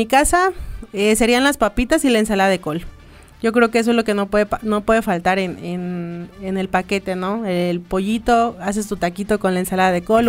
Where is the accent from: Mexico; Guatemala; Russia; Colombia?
Mexico